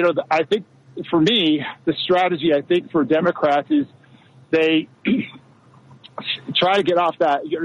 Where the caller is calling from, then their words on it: Littleton, Colorado, United States; Actually, in Littleton, I said Denver, but whenever I say Littleton, I'll just say Denver.